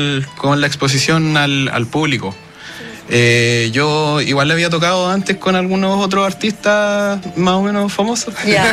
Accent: Talca, Maule, Chile; estuve trabajando mucho local en Talca, yo soy de Talca.

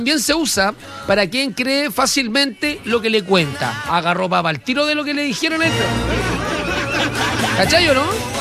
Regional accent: Chile

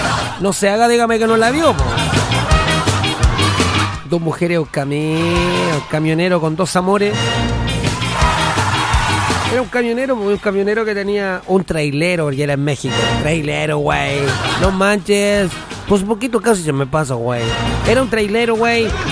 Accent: Chile; uno, como es chileno

